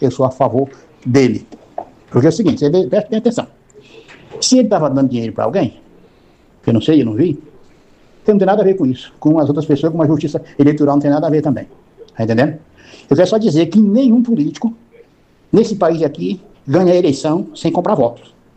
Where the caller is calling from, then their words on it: Brazil; do Silvio Leite.